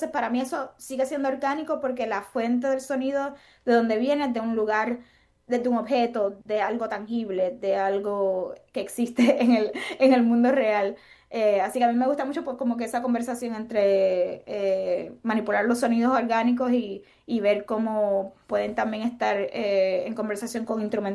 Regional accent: Puerto Rico; now in United States; como compositora puertorriqueña viviendo en los Estados Unidos me tocan muy profundo

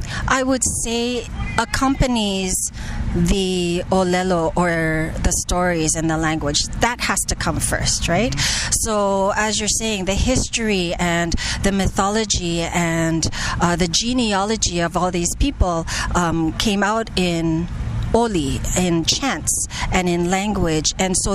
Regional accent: Toronto, Ontario, Canada; also born or lived in Philippines; even though I'm born in the Philippines, I grew up in Toronto

